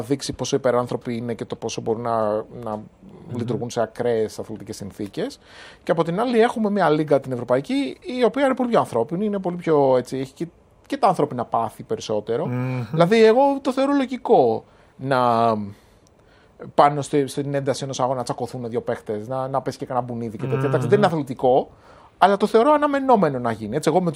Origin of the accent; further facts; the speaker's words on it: Peristeri, Attica, Greece; ήμουν μεγάλωσα στη Χωράφα πάνω στο Περιστέρι.